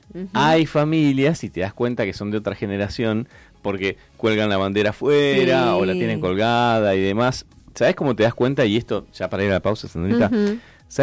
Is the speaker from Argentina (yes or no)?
yes; Argentina; somos argentinos cuando jugamos el mundial nada más